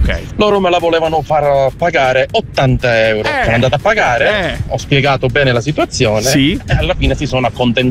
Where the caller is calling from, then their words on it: Sicily, Italy; Hanno capito che sono siciliano